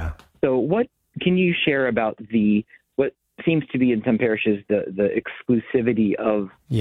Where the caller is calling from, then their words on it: Virginia, United States; I'm calling from Virginia.